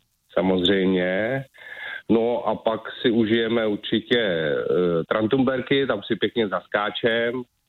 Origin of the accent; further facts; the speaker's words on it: České Budějovice, South Bohemian Region, Czechia; Z Budějc.